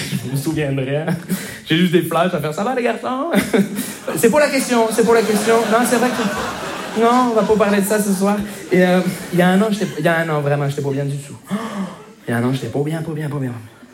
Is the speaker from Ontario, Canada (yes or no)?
no; Montreal, Quebec, Canada; Bonjour, je me présente. … je viens de Montréal.